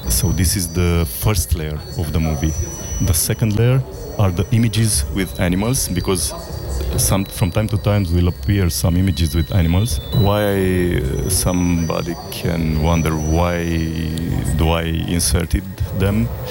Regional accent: Romania; So for us in Eastern Europe, I'm from Romania, by the way, for us, the aliens exist

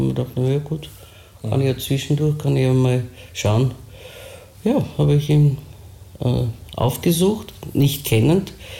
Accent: Vienna, Austria; Und als Wienerin wird mir das ja gelingen.

